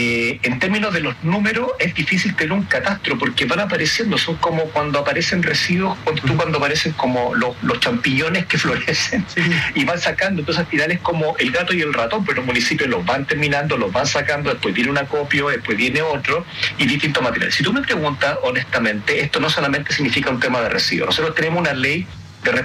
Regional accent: Iquique, Tarapacá, Chile; Yo soy de Iquique. El comportamiento de la gente de Iquique es muy distinto al comportamiento de la gente que vive en Valdivia, o que vive en Puerto Montt

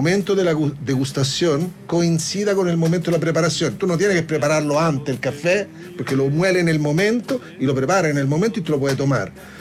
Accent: Italy; Spanish is a second language; pero yo soy italiano y te digo que es así, espresso significa rápido.

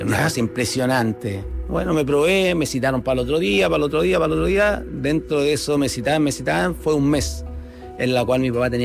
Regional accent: Santiago, Santiago Metropolitan Region, Chile; No, yo soy nacido y criado en Santiago, en la comuna de Recoleta.

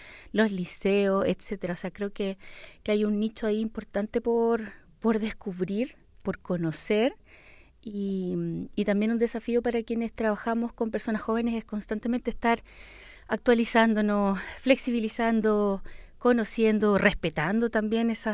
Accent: Valparaíso, Chile; soy trabajadora social de Valparaíso originaria, estudié en la Universidad de Valparaíso

